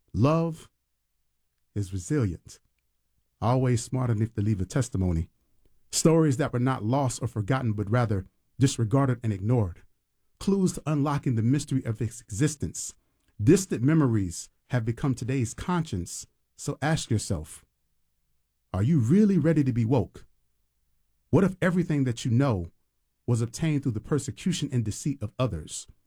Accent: Tampa, Florida, United States; Not only am I an artist, but I'm also from Tampa.

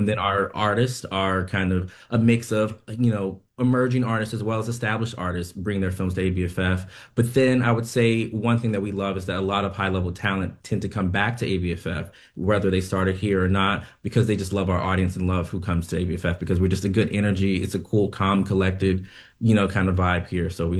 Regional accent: St. Louis, Missouri, United States; moved away; I'm originally from St. Louis, Missouri, did not have that exposure.

